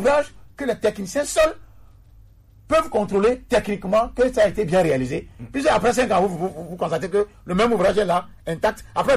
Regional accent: Togo; chez nous au Togo

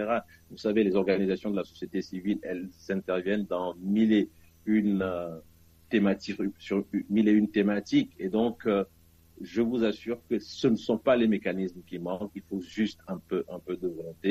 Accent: Togo; mon pays, le Togo

